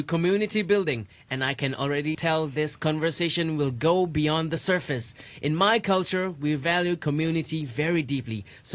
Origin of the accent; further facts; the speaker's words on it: Bangladesh; now in Hong Kong; I'm from Bangladesh.